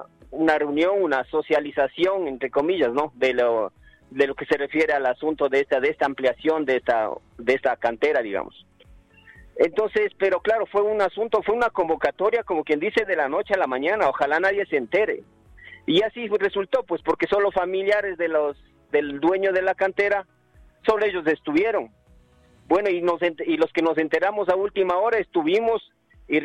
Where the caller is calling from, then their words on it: Quito, Pichincha, Ecuador; saludándoles desde el punto más importante del planeta, en este caso la parroquia San Antonio de Pichincha.